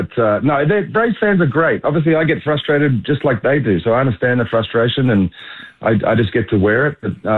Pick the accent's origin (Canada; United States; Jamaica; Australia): Australia; moved away; growing up in Australia on the Osborne football field